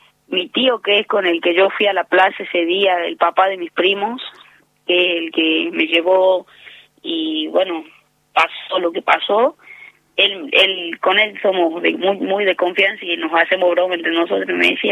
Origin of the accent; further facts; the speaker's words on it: Argentina; Yo como argentino